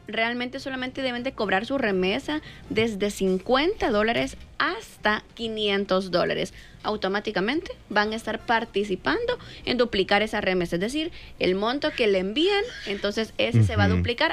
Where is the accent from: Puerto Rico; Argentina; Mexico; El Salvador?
El Salvador; nosotros como salvadoreños